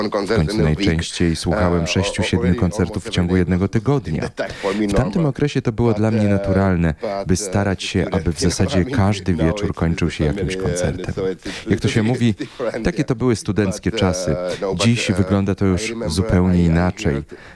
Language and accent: Polish; Prague, Czechia; Urodziłem się w Pradze, tutaj dorastałem i w końcu studiowałem.